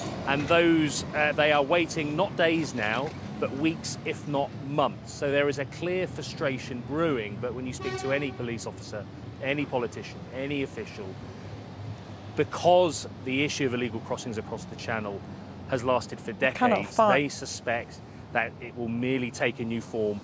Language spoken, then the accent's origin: English; Afghanistan; Afghanistan.